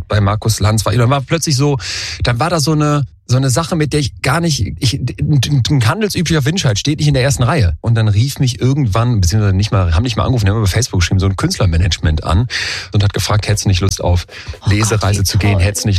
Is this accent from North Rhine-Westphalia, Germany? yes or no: yes; Solingen, North Rhine-Westphalia, Germany; Stadtsparkasse Solingen, wo ich herkomme